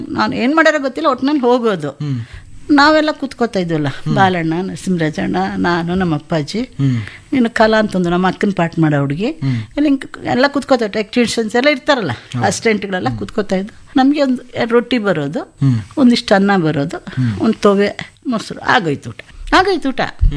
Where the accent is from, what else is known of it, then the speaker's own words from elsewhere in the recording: Bangalore, Karnataka, India; moved away; also born or lived in Chennai; ನಾವು ಬ್ಯಾಂಗ್ಳೂರ್ನವರೇ ಸರ್. ನಮ್ಮ ಅಮ್ಮ ಕಣ್ಣೂರು, ಚಕ್ಕೂರ್ ಹತ್ರ ಕಣ್ಣೂರ್ ಅಂತ ಹಳ್ಳಿ ಅಂತೆ, ಗೊತ್ತಿಲ್ಲ ಅದು. ನಮ್ಮ ಅಪ್ಪಾಜಿ ಚಿಕ್ಕಮಂಗ್ಳೂರು.